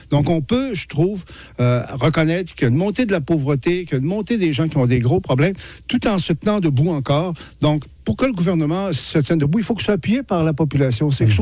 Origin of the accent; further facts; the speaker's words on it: Quebec, Canada; c'est une tentation quand on est Québécois. Moi, je suis Québécois aussi